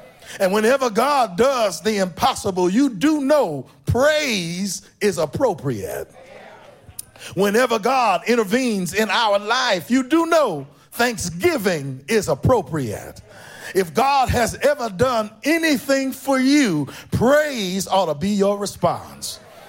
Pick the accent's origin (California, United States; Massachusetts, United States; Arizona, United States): California, United States; Oakland; also born or lived in Richmond; I was born and raised in Oakland. We call it Oak Town. Born and raised, and then we moved to Richmond, California.